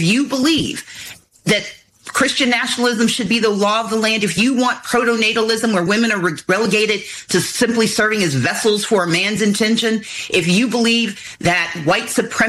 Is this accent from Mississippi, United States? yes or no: yes; Mississippi, United States; born there; moved away; also born or lived in Georgia; I'm from Georgia. I grew up in Mississippi. I came of age in Georgia.